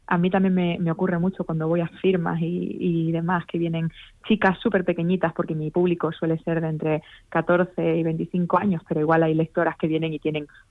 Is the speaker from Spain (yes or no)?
yes; Extremadura, Spain; eso que nos une a todos como extremeños.